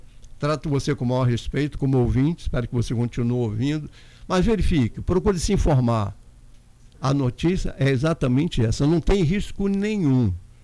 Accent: Rio de Janeiro, Brazil; born there; moved away; o Rio de Janeiro, o estado onde eu nasci.

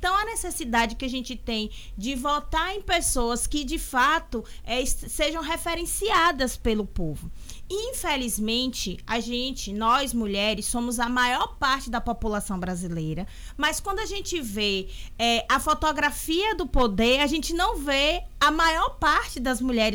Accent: Bahia, Brazil; moved away as an adult; now in Itabuna, Brazil; Eu sou de Baitaba. Vim morar em Itabuna quando passei para estudar na UESC.

